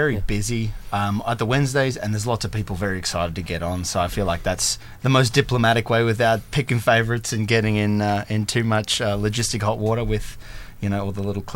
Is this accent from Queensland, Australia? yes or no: yes; Beerwah, Queensland, Australia; moved away as an adult; also born or lived in Coolum, Australia; now in Brisbane, Australia; So I'm from the Sunshine Coast, born in Coolum and then moved to Biwa, right next to the Australia Zoo. And I lived there for as long as I can remember.